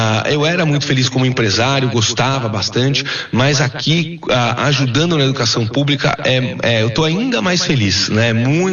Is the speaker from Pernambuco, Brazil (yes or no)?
no; São Paulo, Brazil; also born or lived in Paraná; eu sou de São Paulo, então fui para o Paraná para essa missão.